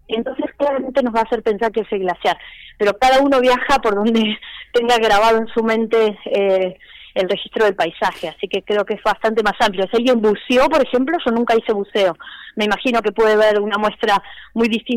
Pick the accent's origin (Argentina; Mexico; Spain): Argentina; Río Gallegos, Santa Cruz; yo soy de Gallegos, ahí vamos, hace muchísimo tiempo